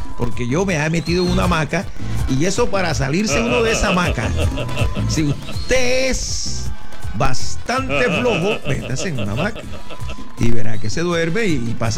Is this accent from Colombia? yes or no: yes; Córdoba, Colombia; yo soy cordobés.